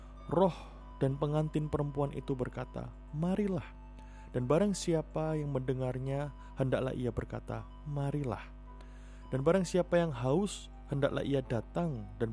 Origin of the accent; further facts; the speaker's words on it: Malang, East Java, Indonesia; born there; Sekali setahun beliau akan datang dari Jakarta ke Malang sekitar 2-3 bulanan.